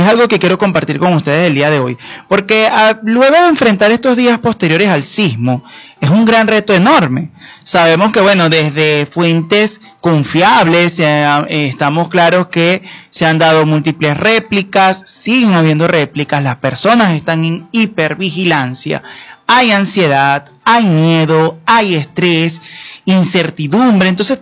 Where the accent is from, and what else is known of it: Venezuela